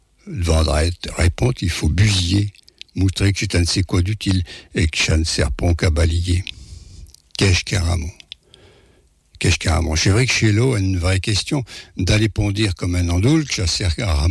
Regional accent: Paris, Île-de-France, France; et là je ne viens pas des Amériques, je viens plutôt de Paris

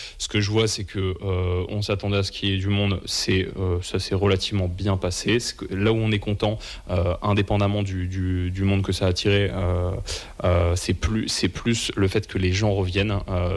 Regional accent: Lille, Hauts-de-France, France; born or raised there

